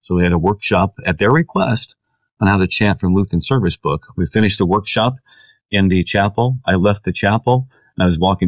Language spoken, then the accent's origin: English; Indiana, United States; I'm from Indiana, so I know my corn and my soybeans